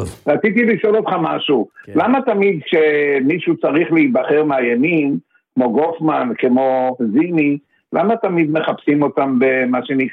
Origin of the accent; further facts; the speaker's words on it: Haifa, Haifa District, Israel; אני מחיפה.